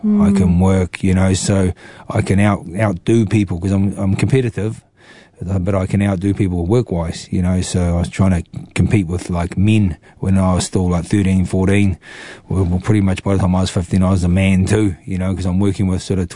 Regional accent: Tiniroto, Gisborne, New Zealand; growing up in Tiniroto, which is a village, a pub and a school. Our closest neighbour would have been sort of 3-4 kilometres away, so no streetlights, no nothing.

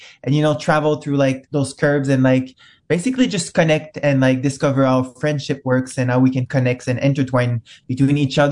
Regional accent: Montreal, Quebec, Canada; I am from directly from Montreal in Canada.

